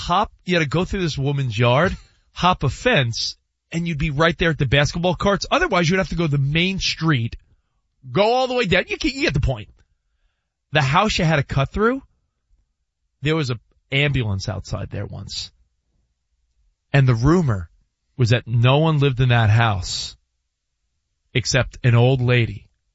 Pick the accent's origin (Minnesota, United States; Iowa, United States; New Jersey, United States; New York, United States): New York, United States; Garden City South; In between my house growing up and the local park, Garden City South Park, there was some good basketball, courts.